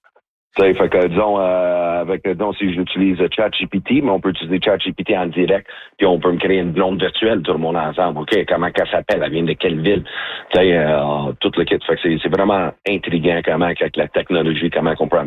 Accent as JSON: {"language": "French", "town": "Edmonton", "region": "Alberta", "country": "Canada", "second_language": "French", "lives_now": "Quebec, Canada", "said": "je concentre beaucoup en français au Québec. Sinon, ouais, j'ai commencé en anglais. Je viens d'Edmonton, Alberta."}